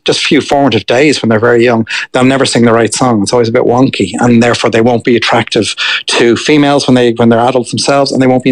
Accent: Ireland; we're all Irish people

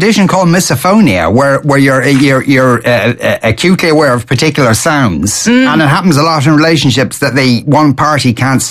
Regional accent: Clondalkin, County Dublin, Ireland

